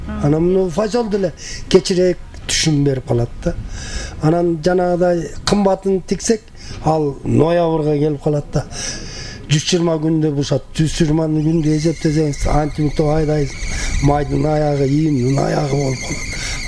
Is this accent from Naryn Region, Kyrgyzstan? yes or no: no; Akbashat, Talas Region, Kyrgyzstan; Ушул Акбашат айылынын тургуну болом. Ушул жерде жашап, ушул жерден өнүп өстүм.